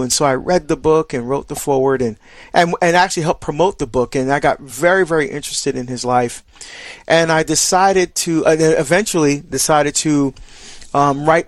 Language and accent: English; New Jersey, United States; see, I grew up in the Archdiocese of Newark, back in my home state of New Jersey.